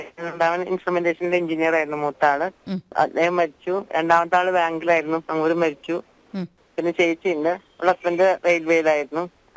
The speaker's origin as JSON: {"language": "Malayalam", "town": "Shoranur", "region": "Kerala", "country": "India", "tie": "born or raised there", "also_born_or_lived": "Kodungallur", "moved": "as an adult", "lives_now": "Thrissur, India", "said": "ഞാൻ ഷൊർണൂരാണ് ജനിച്ചത്. പരുത്തിപ്ര എന്ന് പറഞ്ഞിട്ടൊരു ബന്ധപ്പെട്ട തീരത്തുള്ള ഒരു വീട്ടില്"}